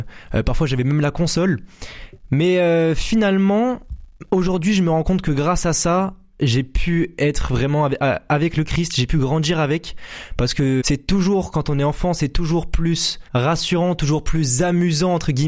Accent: Lunel, Occitanie, France; also born or lived in Montpellier; Alors moi, j'habite à Lunel.

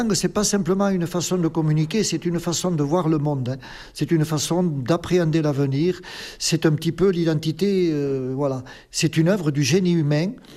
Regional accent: Occitanie, France; accent: accent du pays (Occitan/Lozère); first language Occitan; also born or lived in Montpellier; j'ai l'accent du pays, hein, c'est normal. Ça fait partie de l'Occitanie, l'accent.

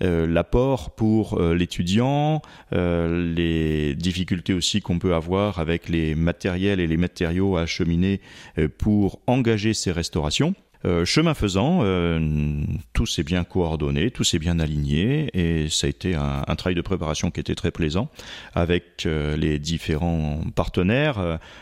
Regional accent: Grand Est, France; now in northern France; Je suis aussi natif de la Meuse et toute ma famille, depuis plusieurs générations, est originaire du secteur de Benoît-de-Vaux. J'ai encore de la famille à Rouvroy-sur-Meuse, à Tilly, à Don-Severin également. Donc, je connais bien tout ce coin de la Meuse

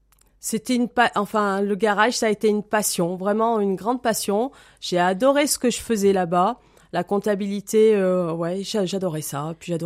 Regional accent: Sainte-Sigolène, Auvergne-Rhône-Alpes, France; moi, je suis originaire de la Haute-Loire depuis que je suis toute petite. J'habitais à Sainte-Sigolène.

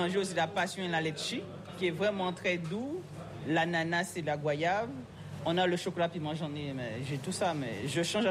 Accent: Guadeloupe; Moi, en tant que Guadeloupéenne, c'est les couleurs.

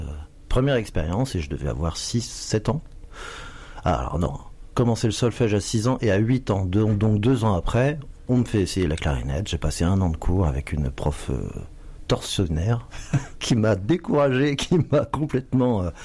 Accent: Vitry-le-François, Grand Est, France; Moi, je suis d'originaire de la Marne. Et là-bas, à Vitry-le-François, il y a beaucoup de commémorations militaires, des défilés.

